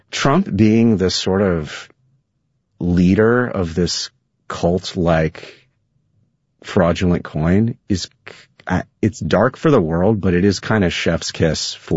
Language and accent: English; Austin, Texas, United States; in my hometown of Austin, Texas.